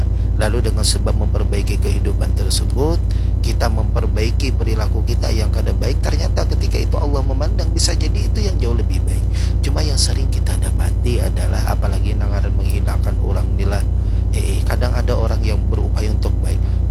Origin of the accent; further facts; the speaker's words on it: South Kalimantan, Indonesia; accent: Banjar; seketika itu langsung menjawab, bahasa kita Banjar tuh